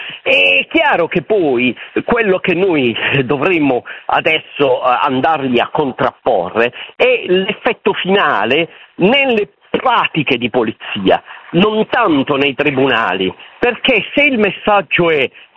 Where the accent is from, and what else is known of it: Bari, Apulia, Italy; born or raised there; moved away